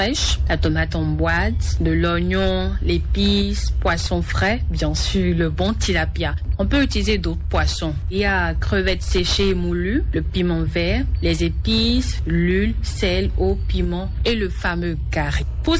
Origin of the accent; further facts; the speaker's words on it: Mono, Benin; now in Cotonou, Benin; chez nous, dans le Mono